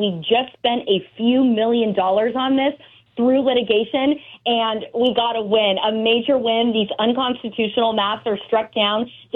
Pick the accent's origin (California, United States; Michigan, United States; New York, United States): California, United States; Hollister; I'm born and raised in Hollister, California. That's mm-hmm. up north. It's near the Bay Area, but extremely rural. My dad is a farmer. We are a conservative family. We live on our family's property.